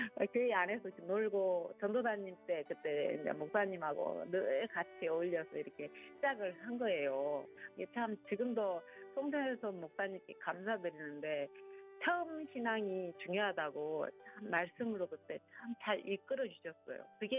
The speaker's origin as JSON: {"language": "Korean", "town": "Suncheon", "region": "South Jeolla", "country": "South Korea", "tie": "born or raised there", "moved": "yes", "said": "제가 순천 사람입니다."}